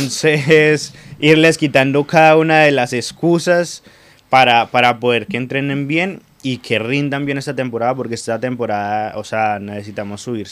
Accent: Colombia; yo me crié en Colombia jugando en tierra, que las canchas ni siquiera estaban niveladas

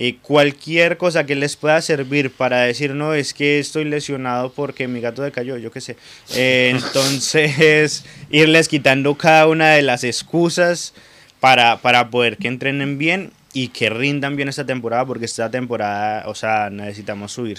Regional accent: Colombia; moved away; yo me crié en Colombia jugando en tierra

